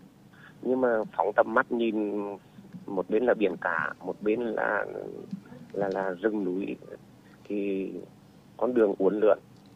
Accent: Nghe region, Vietnam; mảnh đất quê hương xứ nghệ chúng ta.

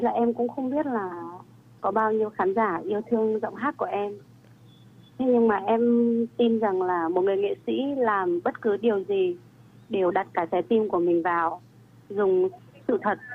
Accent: Nghệ An, Vietnam; xin cảm ơn chương trình quán âm nhạc đã kết nối em với khán giả gần xa và đặc biệt là khán giả Nghệ An quê em.

